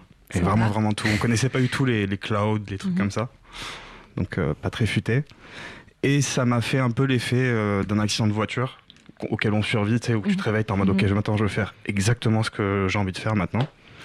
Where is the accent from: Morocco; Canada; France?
Morocco; moved away; je viens du Maroc